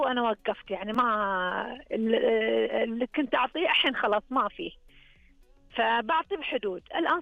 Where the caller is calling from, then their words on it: Saihat, Eastern Province, Saudi Arabia; انا اكلمك من المنطقه الشرقيه من سيهات.